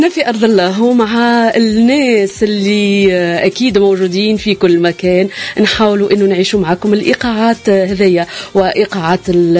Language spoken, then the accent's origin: Arabic; Tunisia; accent: Tunisian; لهجتنا التونسية